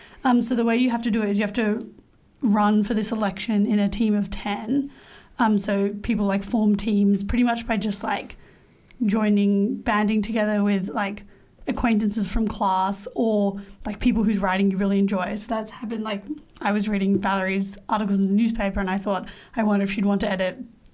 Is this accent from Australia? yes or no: yes; Australia; I'm half Indian and Iranian, but I grew up in Australia